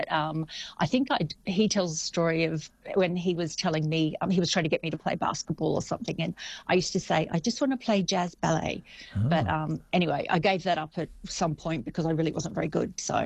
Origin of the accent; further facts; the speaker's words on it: Maribor, Drava, Slovenia; English is a second language; I was born in the late 60s, went to school in Maribor in the 70s and 80s.